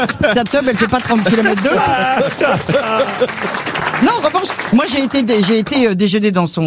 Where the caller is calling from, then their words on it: Eygalières, Provence-Alpes-Côte d'Azur, France; Moi, je suis à Égalières.